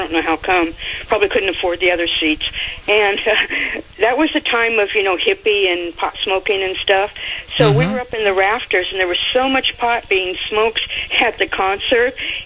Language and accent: English; Inglewood, California, United States; And I grew up in Inglewood, down in Southern California in the South Bay area, which was part of the beach town. So I was about 7 miles from the beach.